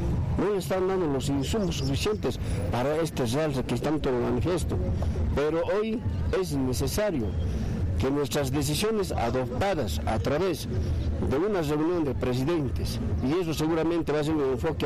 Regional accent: Bolivia; Como bolivianos creemos que tenemos que ser consecuentes

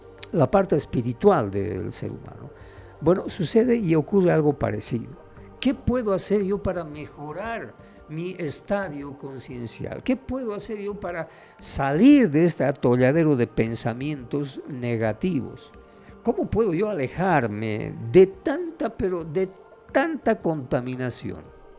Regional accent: Bolivia; como bolivianos, estamos entrando otra vez a otro círculo vicioso

